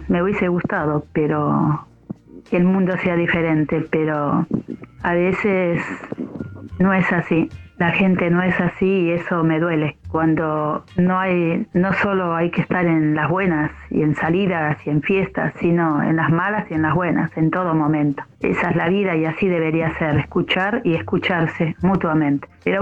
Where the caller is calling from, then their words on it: Buenos Aires, Argentina; de Caballito.